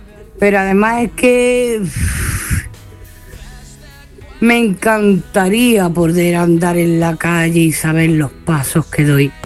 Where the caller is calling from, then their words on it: Mollina, Andalusia, Spain; de Mollina.